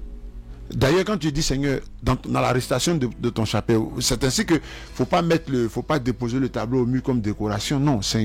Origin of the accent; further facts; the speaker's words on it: Côte d’Ivoire; born there; Quand j'étais jeune à Saint-André, enfant de cœur, on faisait ça de 23h à minuit dans les années 80